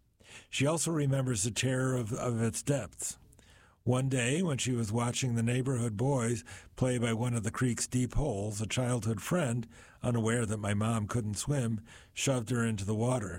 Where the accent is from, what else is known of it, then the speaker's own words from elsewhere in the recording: Nashville, Tennessee, United States; My hometown of Nashville was not an exception.